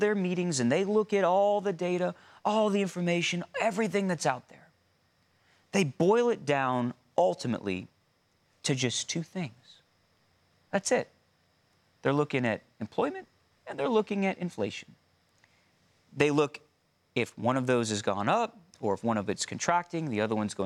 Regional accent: United States

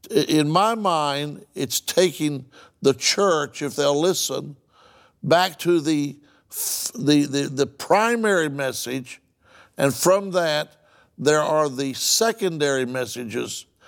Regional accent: Oklahoma, United States; I'm from Oklahoma, and there's a lot of Word of Faith influence in Oklahoma now.

